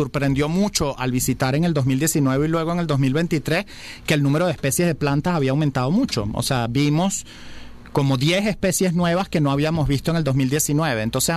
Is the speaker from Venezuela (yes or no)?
yes; Venezuela; la mayoría de los venezolanos que visitamos las zonas de alta montaña lo hacemos como turistas.